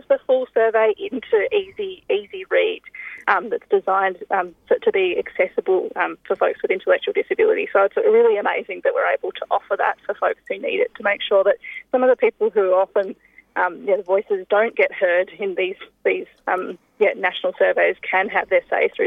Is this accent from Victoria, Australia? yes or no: no; Tasmania, Australia; So I grew up in La Truita, Tasmania, in the south, in Hobart, in a country area out of the south of Hobart.